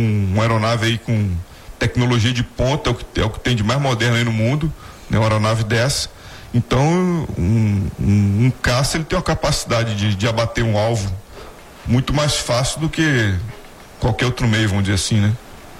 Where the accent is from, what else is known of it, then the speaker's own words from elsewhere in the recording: Pernambuco, Brazil; Eu sou pernambucano, minha família é toda do Nordeste, minha família é de Maceió.